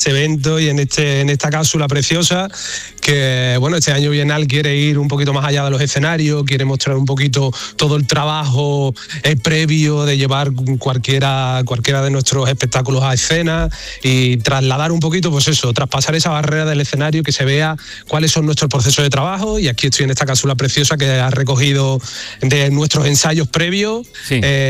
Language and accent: Spanish; Coria del Río, Andalusia, Spain; y mi pueblo no hablo de Coria del Río, que soy oriundo de ahí, sino de mi gente, de mi pueblo, de mi país.